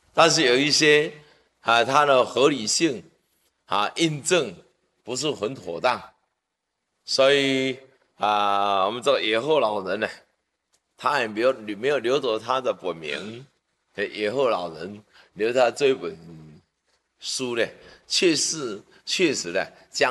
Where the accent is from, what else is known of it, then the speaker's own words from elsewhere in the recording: Taiwan; 我们很多那时候我们台湾人，啊，到纽西兰移民去了。